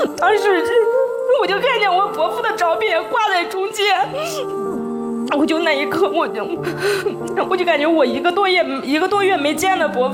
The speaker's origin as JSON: {"language": "Chinese", "town": "Shangqiu", "region": "Henan", "country": "China", "tie": "born or raised there", "moved": "yes", "said": "所以说当时我从2岁的时候就把我就是留在了老家，我的老家是在河南商丘，所以相当于我从2岁的时候我就和我的家庭就分开了。"}